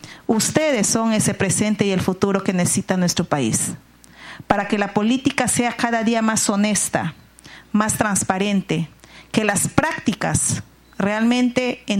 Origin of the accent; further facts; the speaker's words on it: San Martín, Peru; Yo tengo 51 años, de la que me siento sumamente orgullosa. He estado en política, como decimos en mi pueblo, desde muy huambra, porque yo vengo de la región San Martín, zona selva